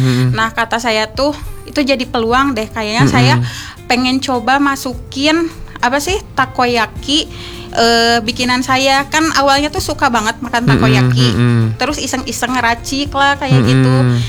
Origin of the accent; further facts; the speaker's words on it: Cimahi, West Java, Indonesia; now in Bandung, Indonesia; Terus saya juga kebetulan asli orang Cimahi.